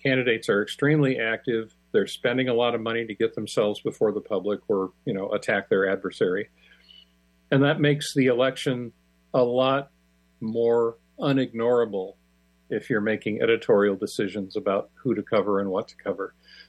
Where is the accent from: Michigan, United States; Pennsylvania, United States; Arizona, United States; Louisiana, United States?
Michigan, United States; moved away; I recently visited my home state of Michigan for a few days